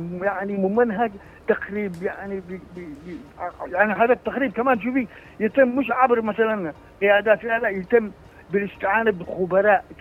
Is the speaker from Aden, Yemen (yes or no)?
yes; Aden, Yemen